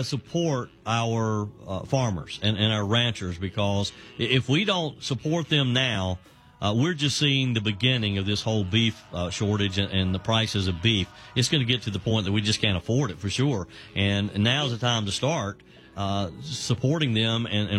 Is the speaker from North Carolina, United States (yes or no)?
no; South Carolina, United States; say in my home state of the upstate of South Carolina, you got a farm here in the upstate